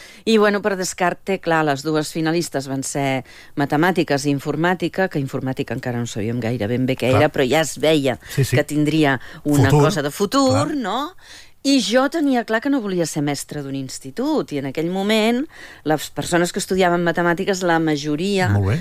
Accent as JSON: {"language": "Catalan", "town": "Figueres", "region": "Catalonia", "country": "Spain", "tie": "born or raised there", "said": "jo sóc de províncies, vinc de Figueres."}